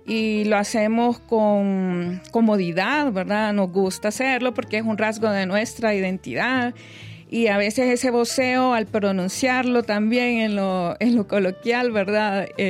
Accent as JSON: {"language": "Spanish", "country": "Honduras", "said": "palabras de nuestro idioma, del español hondureño"}